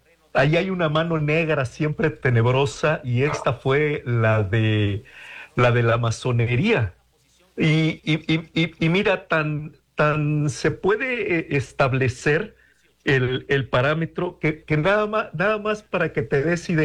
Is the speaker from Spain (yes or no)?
no; Mexico; Somos la raza de bronce, pero somos una raza nacional